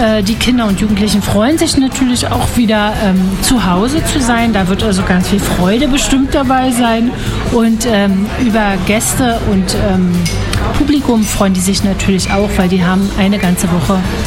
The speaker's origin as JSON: {"language": "German", "region": "East Germany", "country": "Germany", "tie": "born or raised there", "said": "ich bin ja in der DDR aufgewachsen."}